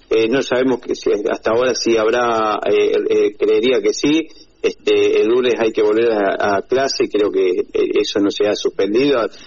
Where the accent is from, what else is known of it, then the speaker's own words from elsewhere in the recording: Argentina; quiero ganarlo como argentino